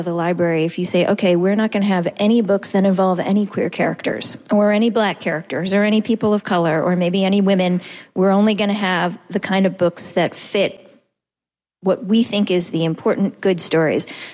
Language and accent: English; Boston, Massachusetts, United States; I come from Boston, and even in Boston and around Massachusetts, book bans are an issue.